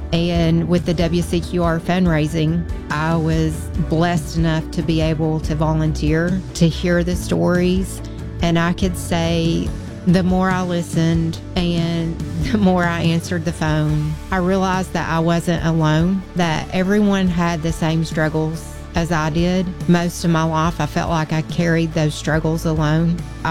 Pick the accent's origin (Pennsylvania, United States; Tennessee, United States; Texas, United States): Tennessee, United States; Piney Flats; I'm from Piney Flats, Tennessee.